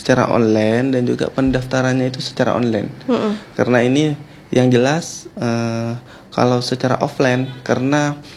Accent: Sampang, East Java, Indonesia; Kalau saya pribadi dari Sampang kan dekat, dari Sampang ke Surabaya kan seperti itu.

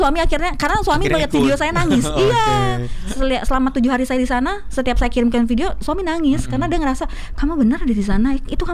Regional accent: Medan, North Sumatra, Indonesia; kampung halaman saya di Kota Sumatera Utara di Medan. Saya langsung ingat keluarga besar saya di Aceh.

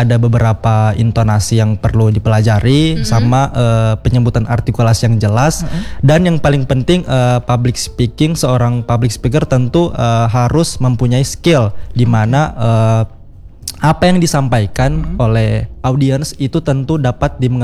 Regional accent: Central Sulawesi, Indonesia; Dari Kabupaten Buol

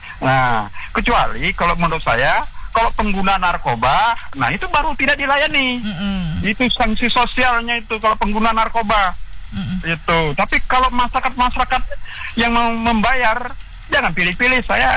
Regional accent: Kutai Barat, East Kalimantan, Indonesia; Kami dari Kutai Barat ini, Bu Deni, banyak yang berobat ke Penang.

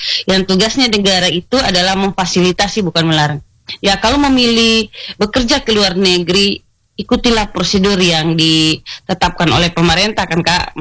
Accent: Flores, East Nusa Tenggara, Indonesia; kita orang Flores

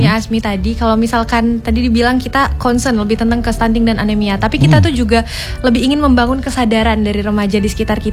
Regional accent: Lampung, Indonesia; moved away; Aku di Kabupaten Lampung Barat.

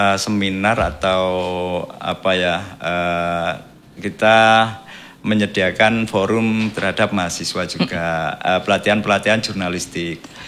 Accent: Lamongan, East Java, Indonesia; Saya asli Lamongan.

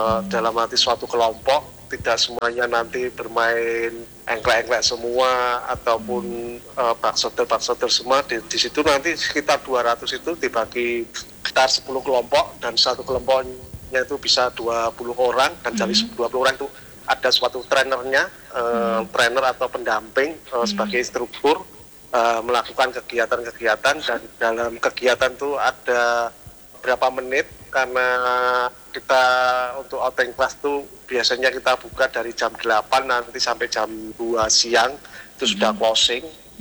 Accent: Klaten, Central Java, Indonesia

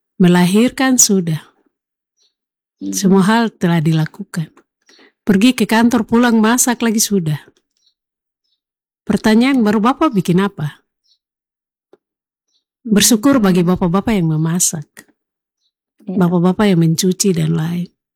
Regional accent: Papua, Indonesia; Kita orang Papua

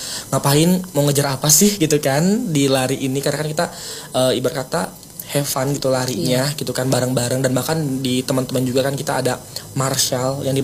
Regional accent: Bandung, West Java, Indonesia; now in Jayapura, Indonesia; Saya dari Bandung.

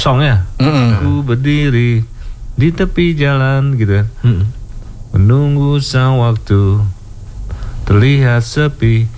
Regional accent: Jakarta, Indonesia; born there; Gue sih emang orang Jawa. Bapak ibu gue Jawa. Ibu Solo, bapak Jember. Cuma gue lahir di Jakarta, jadi Betawi, jadi Betokau gitu.

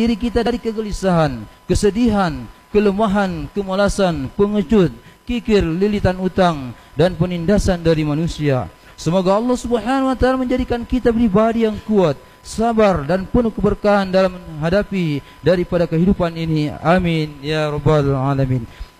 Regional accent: Indonesia; Arabic is a second language; أم بلدنا إندونيسيا خاصة وسائر البلدان المسلمين عامة يا رب العالمين.

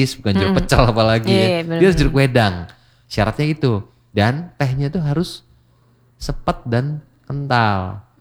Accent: Surakarta, Central Java, Indonesia; kita sebagai orang Solo

